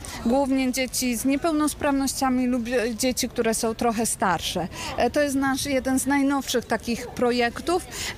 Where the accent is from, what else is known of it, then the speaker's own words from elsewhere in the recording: Wrocław, Lower Silesian Voivodeship, Poland; jestem rodowitą wrocławianką, mieszkam tutaj